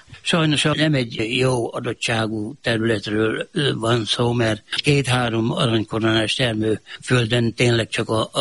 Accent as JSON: {"language": "Hungarian", "town": "Nyírkáta", "region": "Szabolcs-Szatmár-Bereg", "country": "Hungary", "tie": "born or raised there"}